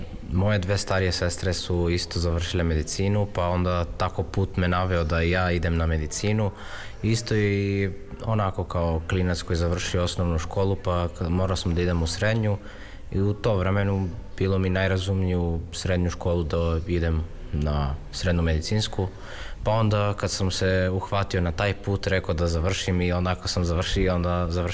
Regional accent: North Macedonia

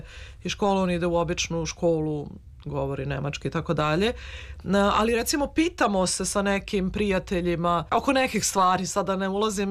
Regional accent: Belgrade, Serbia; Pre je bilo kada u Amsterdamu kažem da dolazim iz Beograda da ljudi odskoče.

